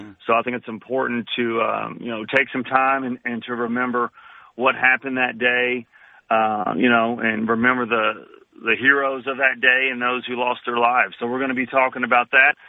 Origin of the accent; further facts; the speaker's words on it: United States; now in Louisville, United States; part of who we are as Americans